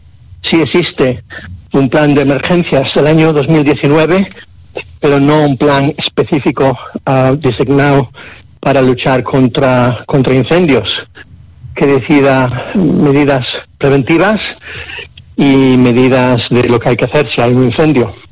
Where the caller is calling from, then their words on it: Dalías, Andalusia, Spain; yo soy vecino de Dadar